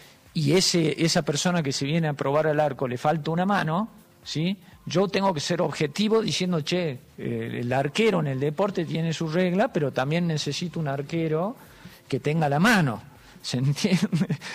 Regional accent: Argentina; nos está pasando como argentinos.

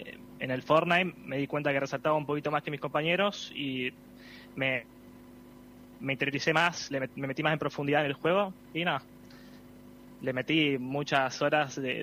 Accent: Jujuy, Argentina; also born or lived in Chubut; Yo nací en el sur de Argentina, soy de Chubut, pero viví la mayoría de mi vida en Jujuy.

